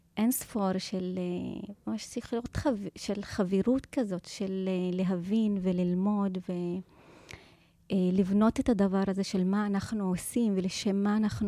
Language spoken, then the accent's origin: Hebrew; Daliyat al-Karmel, Haifa District, Israel; אני נולדתי בדליית אל כרמל.